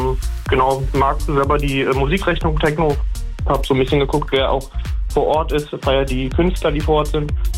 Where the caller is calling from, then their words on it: Bochum, North Rhine-Westphalia, Germany; ich bin quasi aus der Umgebung, komme hier aus Bochum. Bin waschechter Ruhrpottler quasi